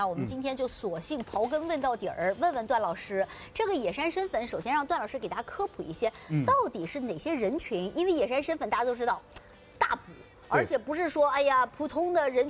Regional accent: Shanghai, China; 作为一个上海人，大家都听过同安纯汤。

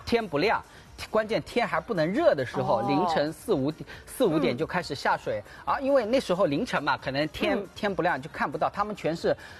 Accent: Suzhou, Jiangsu, China; 这是来自我们苏州的白虾，它不叫白米虾，这是来自我们苏州的白虾。

